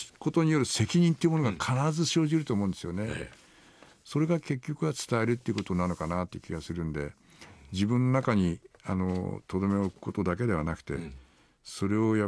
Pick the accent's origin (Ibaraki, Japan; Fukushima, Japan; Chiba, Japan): Fukushima, Japan; Aizu; born or raised there